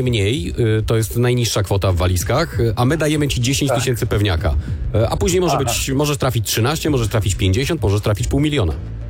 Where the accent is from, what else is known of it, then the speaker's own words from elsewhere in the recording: Lower Silesian Voivodeship, Poland; doskonale jestem z Dolnego Śląska.